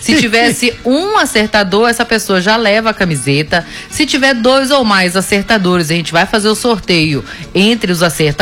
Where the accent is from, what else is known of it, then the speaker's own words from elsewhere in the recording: Brazil; A gente é brasileiro